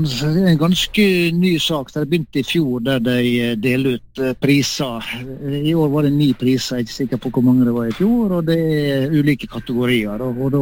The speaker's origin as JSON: {"language": "Norwegian", "town": "Ålesund", "region": "Møre og Romsdal", "country": "Norway", "tie": "born or raised there", "said": "Nei, du er født og oppvokst oppe i Ålesund, helt i strandkanten på en fjord etter Borgundfjorden"}